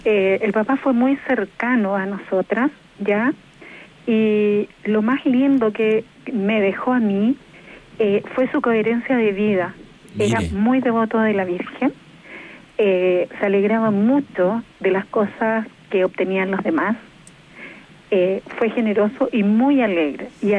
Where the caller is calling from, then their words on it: Santiago, Santiago Metropolitan Region, Chile; De Peñalolén.